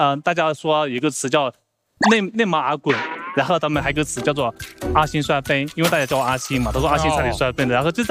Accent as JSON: {"language": "Chinese", "region": "Guizhou", "country": "China", "tie": "born or raised there", "said": "报名接待老师说你来自哪里啊，我说我来自贵州"}